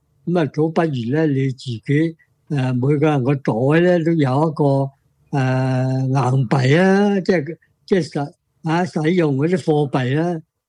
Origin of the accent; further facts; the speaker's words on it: China; 其实玉石咧就我哋中国人咧系好喜爱嘅